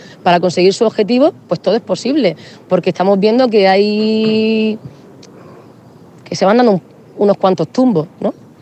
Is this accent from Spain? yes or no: yes; Cartagena, Region of Murcia, Spain; Yo creo que los principales perjudicados somos todos los cartageneros.